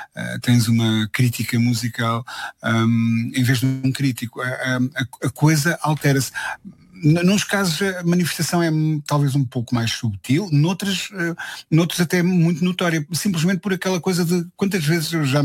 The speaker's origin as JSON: {"language": "Portuguese", "region": "Centro", "country": "Portugal", "tie": "born or raised there", "said": "da minha geração e da minha cultura específica, operária, do centro do país, se calhar um pouco mais rural do que urbano, de onde eu sou originário."}